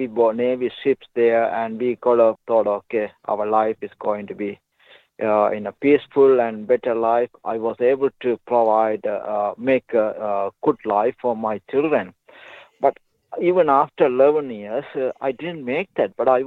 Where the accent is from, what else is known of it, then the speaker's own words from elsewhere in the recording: Sri Lanka; English is a second language; moved away as an adult; now in Ballarat, Australia; a refugee from Sri Lanka. I come to this, lived in Ballarat, but I couldn't speak any English, so I couldn't write better.